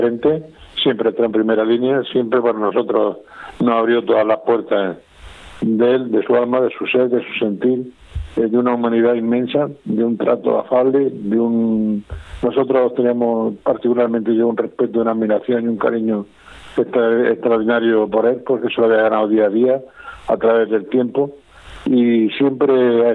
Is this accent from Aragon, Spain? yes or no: no; Region of Murcia, Spain; seguir diciendo que somos murcianos